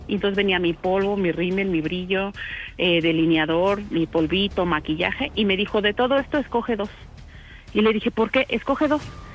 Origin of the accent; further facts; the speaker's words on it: State of Mexico, Mexico; De aquí del Estado de México.